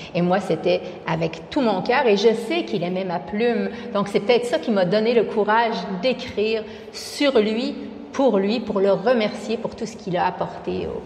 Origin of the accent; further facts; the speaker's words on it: Quebec, Canada; accent: Québécois; Et je suis québécoise, mais ça, je pense que ça s'entend. Puis j'ai beau passer des mois ici à faire des spectacles un petit peu partout, c'est vrai que mon accent ne change pas. Il y a quelque chose de profondément ancré en moi. Là, j'ai le Québec dans les veines.